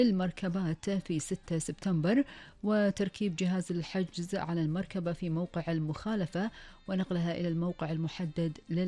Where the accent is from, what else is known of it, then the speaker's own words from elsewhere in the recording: Kuwait; وآخر المستجدات في ديرتنا الحبيبة الكويت.